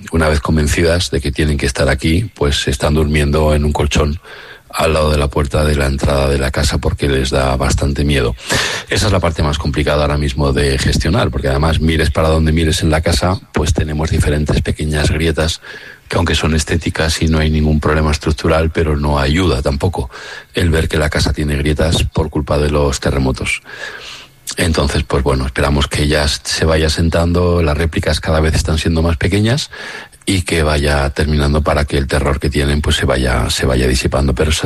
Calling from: Armilla, Andalusia, Spain; vivo en Armilla, Granada.

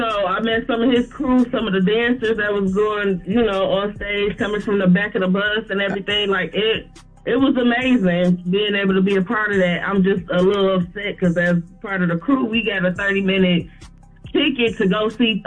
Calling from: Detroit, Michigan, United States

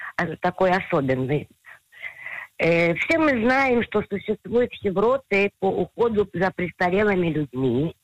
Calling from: Tel Aviv, Tel Aviv District, Israel; Я звоню из Тель-Авива.

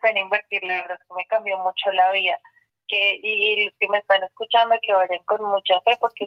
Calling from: Machetá, Cundinamarca, Colombia; le llamo aquí desde Macheta, Cundinamarca.

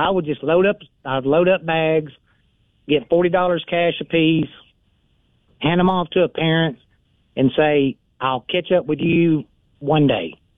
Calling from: Arkansas, United States; I'm from Arkansas

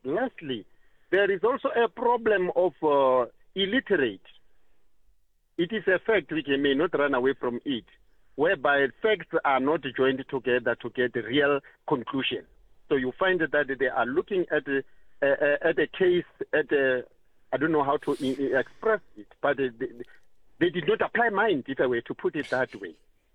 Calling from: Bela-Bela, Limpopo, South Africa; I'm calling from Limpopo in Bela-Bela.

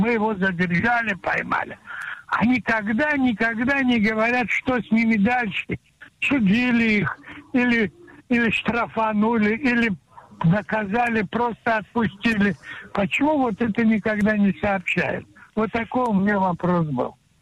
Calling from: Bat Yam, Tel Aviv District, Israel; Я из Батьяма.

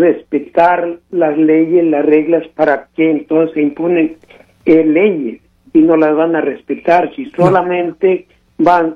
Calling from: Sierra Mojada, Coahuila, Mexico; de la Sierra Mojada.

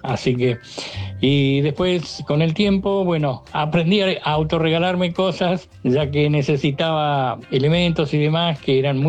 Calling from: Bahía Blanca, Buenos Aires Province, Argentina

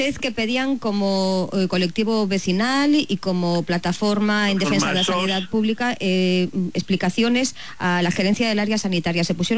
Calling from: Pontevedra, Galicia, Spain

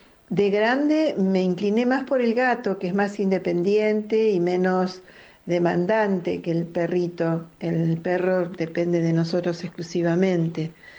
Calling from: Buenos Aires, Argentina

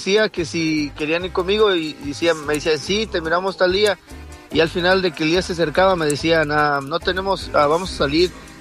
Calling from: Dallas, Texas, United States; De aquí, de Dallas.

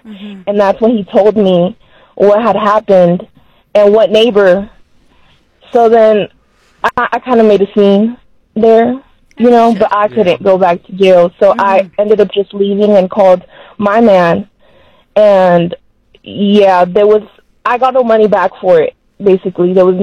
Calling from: Silicon Valley, California, United States; I'm from Silicon Valley.

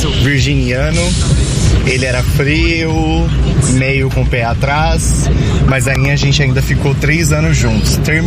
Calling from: São Paulo, Brazil; Sou de São Paulo

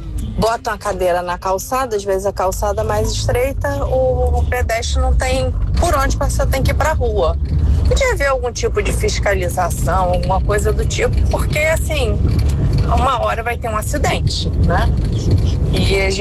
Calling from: Niterói, Rio de Janeiro, Brazil; Tô falando aqui de Niterói

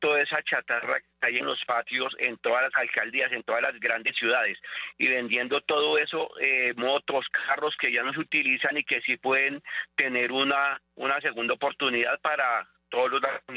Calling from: Bogotá, Bogotá D.C., Colombia; Buenos días de Bogotá.

